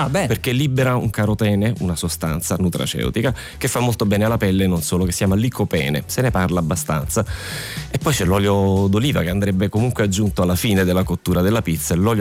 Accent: Naples, Campania, Italy; sono napoletano

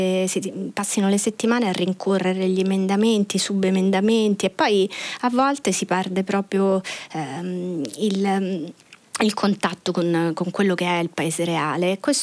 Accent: Abruzzo, Italy; accent: Abruzzese; per la mia pronuncia, perché magari, non so, viene fuori l'abruzzese che in me

